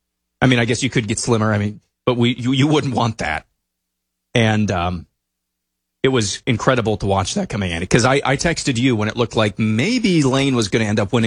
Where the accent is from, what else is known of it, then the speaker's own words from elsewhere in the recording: Lamoni, Iowa, United States; The town that I grew up in Iowa here, Lamoni, Iowa.